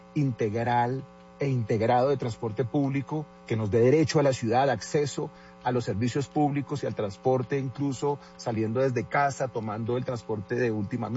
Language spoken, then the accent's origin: Spanish; Bogotá, Colombia; Yo como bogotano, como ciudadano, como concejal de Bogotá